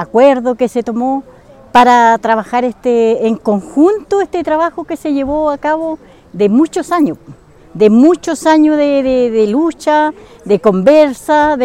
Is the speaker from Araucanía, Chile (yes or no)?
yes; Reigolil, Araucanía, Chile; soy de Reigolil